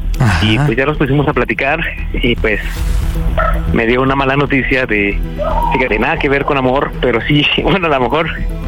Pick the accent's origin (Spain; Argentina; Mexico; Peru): Mexico; Mexico City; now in Veracruz, Mexico; Bueno, no. Soy nativo de la Ciudad de México, pero ando viviendo por acá.